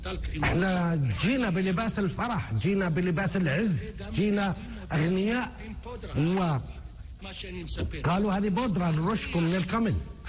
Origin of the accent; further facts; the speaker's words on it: Yemen; now in Israel; وقلنا نحن لم نأتي من اليمن من أجل هذا، نحن قلت لنا التوراة